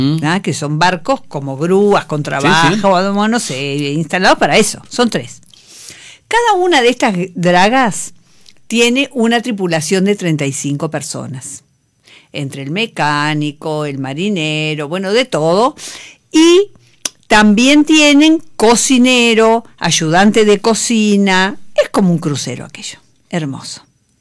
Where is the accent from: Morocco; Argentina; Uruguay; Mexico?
Uruguay; Montevideo; yo que vengo de La Teja, yo que me claro. que soy de acá.